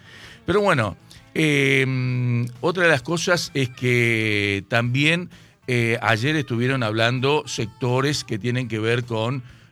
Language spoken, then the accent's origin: Spanish; Argentina; como somos los argentinos.